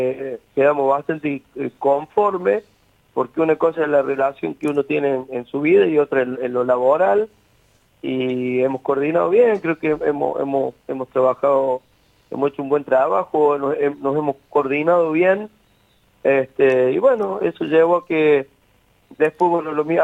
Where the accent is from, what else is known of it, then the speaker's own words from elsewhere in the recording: Río de los Sauces, Córdoba, Argentina; Yo nací en Río de los Sauces, pueblito de Calamuchita, a 70 kilómetros de Río Cuarto.